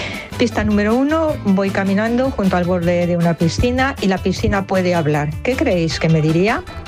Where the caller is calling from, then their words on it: Madrid, Community of Madrid, Spain; de Madrid.